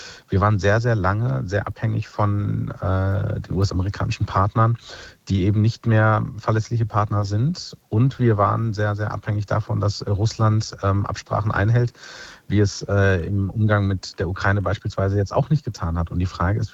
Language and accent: German; Germany; als Deutsche oder als Europäer